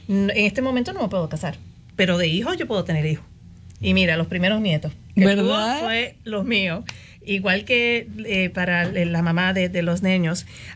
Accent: Puerto Rico; moved away as an adult; Yo soy de Puerto Rico. Y cuando yo me estaba criando en Puerto Rico

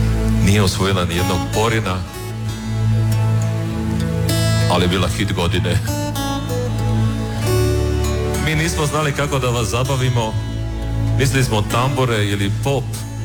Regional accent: Slavonia, Croatia; kod nas u Slavoniji su bake jako važne.

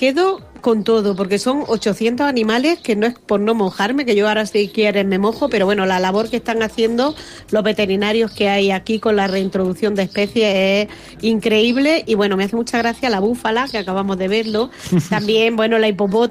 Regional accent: Jaén, Andalusia, Spain; now in Almería, Spain; tengo que decirte que soy de Jaén y vivo en Almería

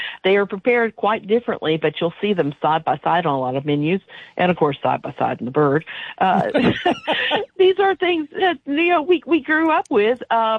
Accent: Little Rock, Arkansas, United States; I've been an Arkansasian my entire life. My family's from Lower Arkansas, and I grew up in Little Rock

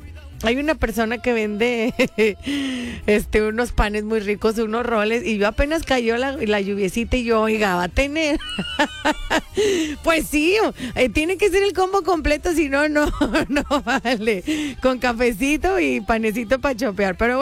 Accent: Mexico

